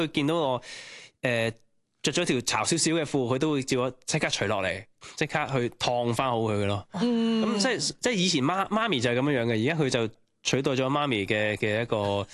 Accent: Hong Kong; 就觉得我哋香港嘅想法。

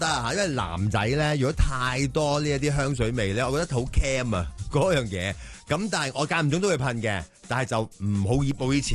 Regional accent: Hong Kong; 我哋香港人

